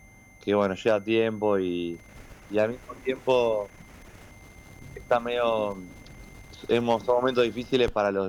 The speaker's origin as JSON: {"language": "Spanish", "town": "Coronel Pringles", "region": "Buenos Aires Province", "country": "Argentina", "tie": "born or raised there", "moved": "as an adult", "lives_now": "La Plata, Argentina", "said": "De la mitad de la banda somos de Coronel Pringles"}